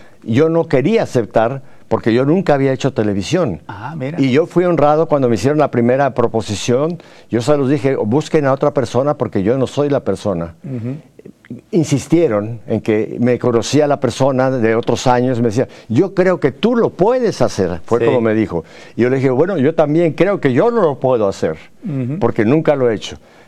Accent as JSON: {"language": "Spanish", "region": "Mexico City", "country": "Mexico", "tie": "born or raised there", "also_born_or_lived": "Spain", "said": "yo tuve la fortuna de nacer en esa bellísima Ciudad de México. Me crié en Ciudad de México."}